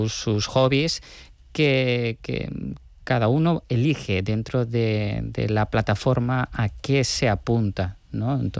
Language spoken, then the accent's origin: Spanish; Valencian Community, Spain; Y creaba también obras de arte en el chalet familiar, en el pueblo, en mi pueblo Alfar.